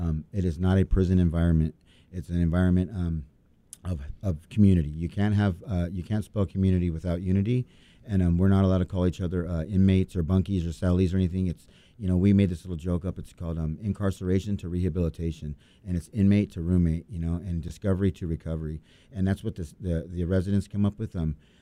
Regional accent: Lake Havasu City, Arizona, United States; I'm from Lake Havasu.

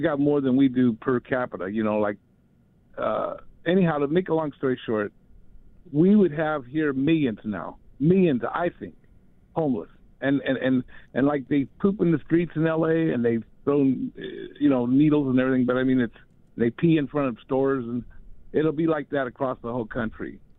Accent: Los Angeles, California, United States; because I'm from Los Angeles

